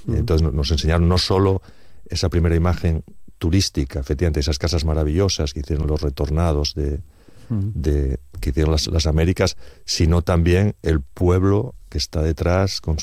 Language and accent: Spanish; Mieres, Asturias, Spain; Yo soy de Mieres, de la cuenca minera, como tú. Y para nosotros la cultura del carbón también es muy importante.